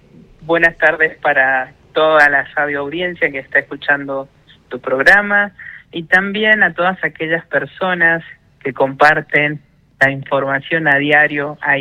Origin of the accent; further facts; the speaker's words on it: La Rioja, Argentina; moved away as an adult; now in Pico Truncado, Argentina; me ha llevado a trasladarme acá a la ciudad de Pico Truncado. Yo soy de La Rioja, vengo desde allá. Estoy radicado hace casi 13 años aquí en la localidad